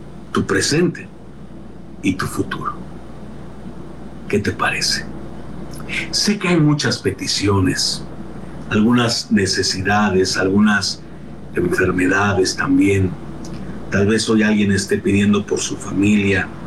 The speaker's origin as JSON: {"language": "Spanish", "country": "Mexico", "said": "Somos mexicanos, por supuesto. Amamos nuestra patria."}